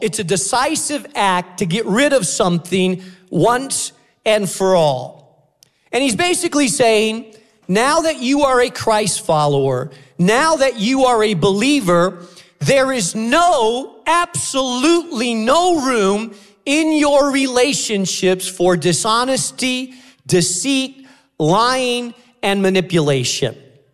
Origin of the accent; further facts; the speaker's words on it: Spain; now in United States; And so I grew up in Spain. Everywhere outside of my house, I spoke Spanish, Castilian Spanish. In my house, I spoke English because my house, my parents were Americans